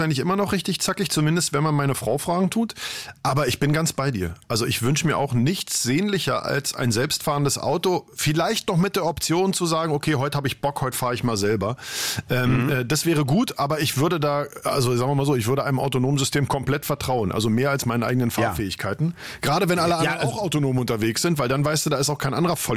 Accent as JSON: {"language": "German", "region": "Berlin", "country": "Germany", "tie": "born or raised there", "said": "ich bin so in Spandau groß geworden."}